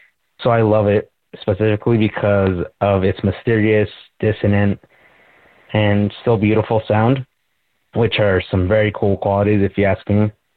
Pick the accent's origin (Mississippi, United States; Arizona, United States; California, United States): Arizona, United States; Phoenix; from Phoenix, Arizona